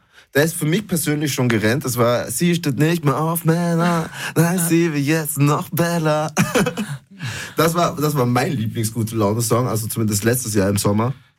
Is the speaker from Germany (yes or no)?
no; Peru; Also ich weiß zum Beispiel in Peru, also dort, wo ich herkomme, ja, ist das Stammesessen Cuy.